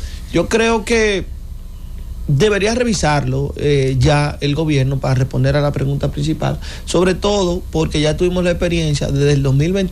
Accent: Dominican Republic; Yo, como ciudadano dominicano

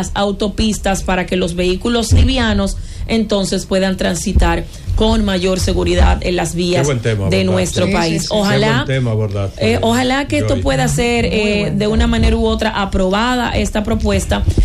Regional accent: Dominican Republic; lo que somos los dominicanos

